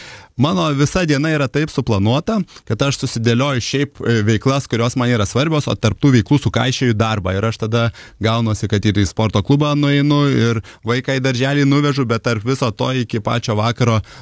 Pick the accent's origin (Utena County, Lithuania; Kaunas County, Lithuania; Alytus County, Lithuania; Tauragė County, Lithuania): Alytus County, Lithuania; Alytus; now in Vilnius, Lithuania; iš Vilniaus į savo gimtąją Alytų nuėjęs su broliu per keletą dienų.